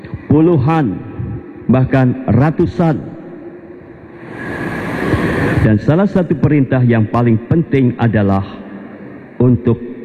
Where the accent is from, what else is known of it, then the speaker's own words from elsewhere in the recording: Temanggung, Central Java, Indonesia; also born or lived in Yogyakarta; Saya numpang lahir di Jogja, tetapi kemudian orang tua pindah ke Jawa Tengah, ke Temanggung. Saya orang Jogja kota dekat Malioboro.